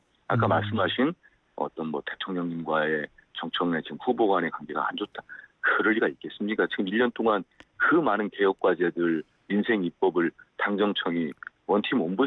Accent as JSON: {"language": "Korean", "region": "North Jeolla", "country": "South Korea", "tie": "born or raised there", "moved": "yes", "said": "제 고향이 전북이니까요."}